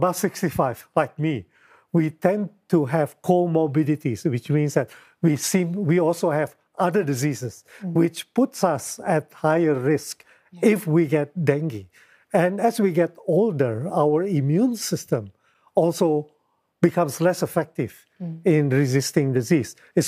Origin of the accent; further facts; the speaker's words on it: Indonesia; I come from Indonesia. We have 17,000 islands.